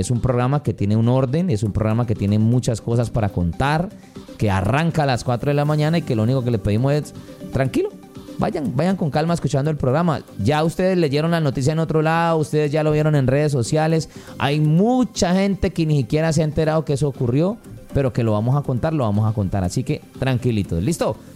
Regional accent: Cali, Valle del Cauca, Colombia; nosotros los caleños

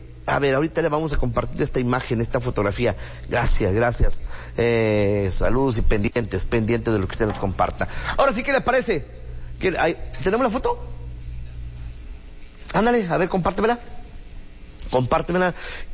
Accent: San Luis Potosí, Mexico; hasta mi estado natal, San Luis Potosí, no mi municipio, porque yo soy de la Huasteca

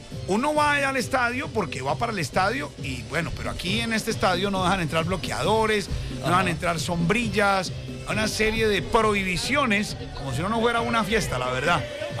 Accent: Colombia; Debo reconocer, no me la puse porque soy colombiano

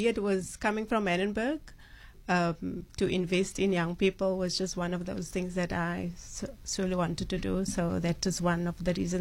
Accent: Cape Town, Western Cape, South Africa; I think it's we grew up in Manenberg. Went to primary school in Manenberg, Manenberg High School.

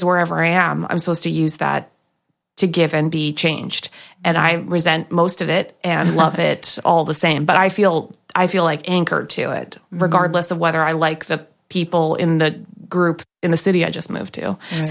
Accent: Canada; Like, I remember the first time I was introduced to American evangelicalism as a Canadian, and this group asked if we would stand outside around this flagpole and pray.

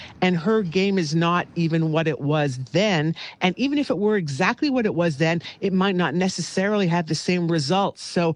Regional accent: Canada; as a Canadian, I think that most of my great sporting moments

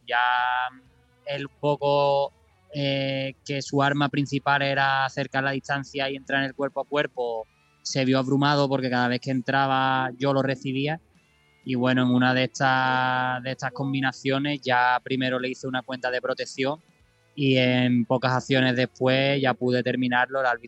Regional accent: Cádiz, Andalusia, Spain; now in Thailand; empiezo en Cádiz, tengo todo el mes por toda España, pero tenía que empezar en mi tierra, que la verdad que se echa mucho de menos

